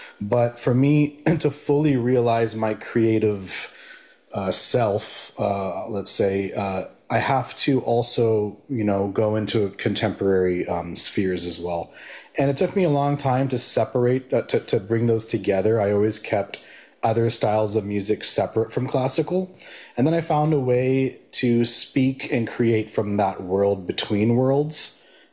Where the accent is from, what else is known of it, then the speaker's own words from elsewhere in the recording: Marin County, California, United States; I was brought up here in Marin County, I born and raised, I've always had a unique kind of experience. Culturally, I'm mixed race.